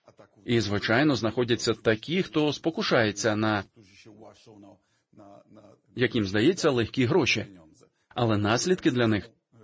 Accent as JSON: {"language": "Ukrainian", "country": "Poland", "tie": "born or raised there", "said": "У Польщі, в моєму рідному місті"}